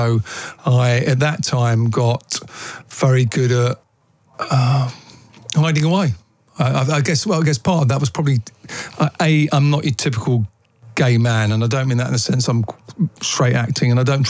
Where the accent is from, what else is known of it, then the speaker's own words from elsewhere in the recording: Southend-on-Sea, East of England, United Kingdom; also born or lived in Billericay; I was born in 1970. I grew up in Southend-on-Sea in Essex. I was born in Billericay, famous for